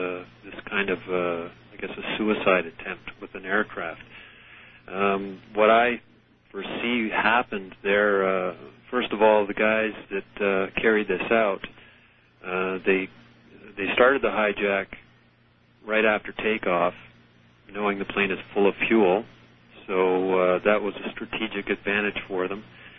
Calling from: Temagami, Ontario, Canada; I'm calling from Temagami, Ontario, Canada.

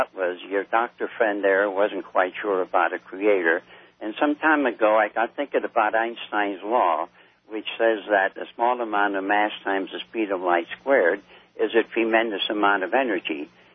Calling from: Brownsville, Pennsylvania, United States; I'm calling from Brownsville, Pennsylvania, near Allentown.

